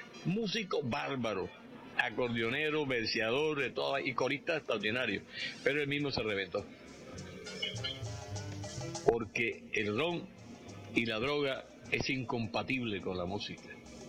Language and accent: Spanish; Sincelejo, Sucre, Colombia; es que yo vengo de Sincerejo. Y yo allá trabajaba con Pepsi-Cola.